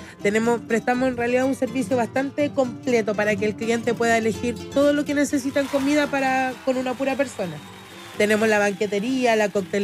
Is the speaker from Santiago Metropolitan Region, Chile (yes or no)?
yes; Pudahuel, Santiago Metropolitan Region, Chile; Nosotros somos de Pudahuel